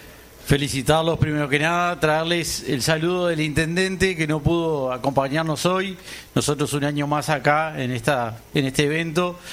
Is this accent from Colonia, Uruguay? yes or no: yes; Rosario, Colonia, Uruguay; yo soy de Rosario